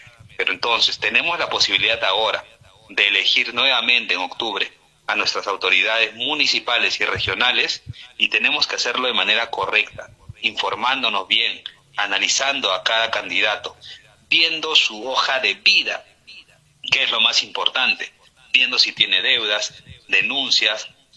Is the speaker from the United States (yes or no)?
no; Peru; Nosotros como pobladores, como peruanos